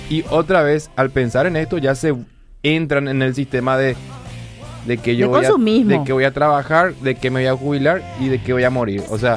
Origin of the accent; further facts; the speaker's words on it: San Juan, Argentina; moved away; Miren que les habla un sanjuanino.